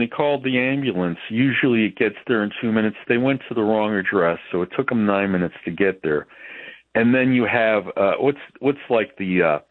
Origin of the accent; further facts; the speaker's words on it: Flushing, New York, United States; born there; And I was born in Flushing, New York, and I got up on Google Maps 3.5 miles from where Donald Trump was born and spent his childhood.